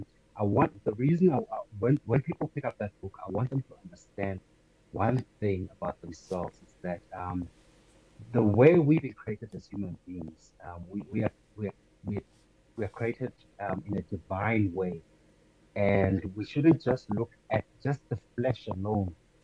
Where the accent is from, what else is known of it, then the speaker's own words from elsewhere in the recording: South Africa; also born or lived in Ghana; I was born in Ghana. I stayed, let's say, 1 year, and then I moved straight to South Africa. So I don't really have record of my Ghanaian background.